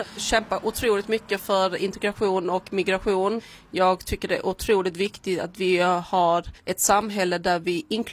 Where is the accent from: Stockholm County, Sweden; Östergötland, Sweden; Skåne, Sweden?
Skåne, Sweden; Hässleholm; jag är också från Hässleholm.